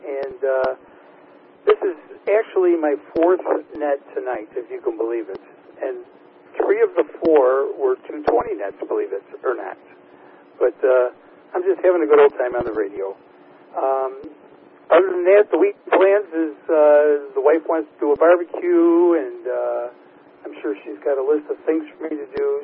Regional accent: Chicago, Illinois, United States; moved away; I'm from Chicago originally

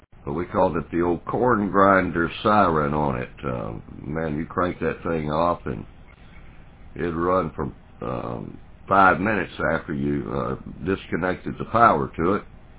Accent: Mobile, Alabama, United States; I grew up in Mobile. I was a city boy

